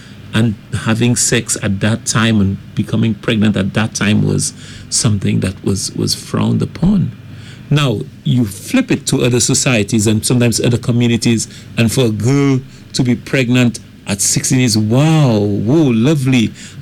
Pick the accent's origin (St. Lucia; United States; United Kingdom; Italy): St. Lucia; Gros Islet; growing up in Groseley as a boy